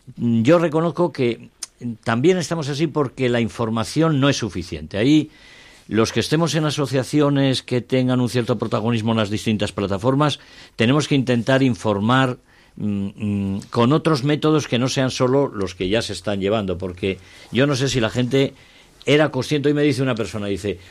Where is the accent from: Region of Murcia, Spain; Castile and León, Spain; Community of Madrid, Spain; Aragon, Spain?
Castile and León, Spain; Burgos; born there; now in Aranda de Duero, Spain; yo soy de Burgos, pero tengo un cabreo con la ciudad donde yo nací, que yo siempre digo ya que soy de Aranda